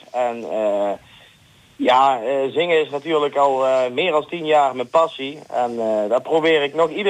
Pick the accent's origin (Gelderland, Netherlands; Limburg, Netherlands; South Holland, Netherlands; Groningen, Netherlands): Limburg, Netherlands; accent: Limburg; moved away as an adult; now in Belgium; ik heb altijd in Limburg gewoond. Je hoort het ook wel een beetje aan mijn accentje natuurlijk.